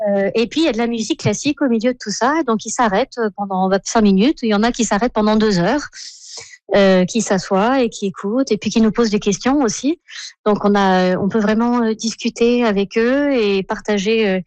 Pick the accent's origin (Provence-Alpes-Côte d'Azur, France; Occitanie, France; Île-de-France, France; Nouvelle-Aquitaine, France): Provence-Alpes-Côte d'Azur, France; now in Düsseldorf, Germany; moi, je suis française de la Côte d'Azur, mais j'habite à Düsseldorf. Donc je venais d'Allemagne.